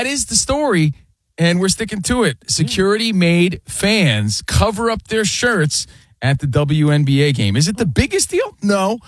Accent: Union, New Jersey, United States; Yeah, we're the Union farmers, bro. I grew up in Union.

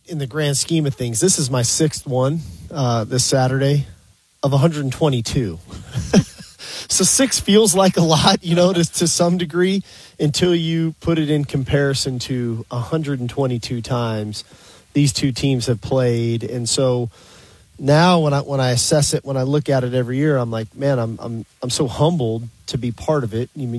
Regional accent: California, United States; moved away; growing up in California

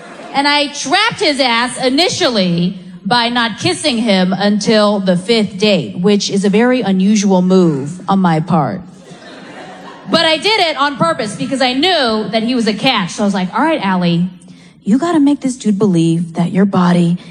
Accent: Boca Raton, Florida, United States; I'm from Boca Raton, Florida, originally.

